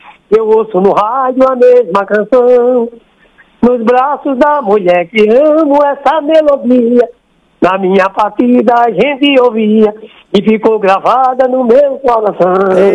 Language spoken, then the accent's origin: Portuguese; Matriz da Luz, Pernambuco, Brazil; born there; also born or lived in Jaboatão dos Guararapes; Eu nasci, eu sou de Matriz da Luz, interior de Recife, de Pernambuco.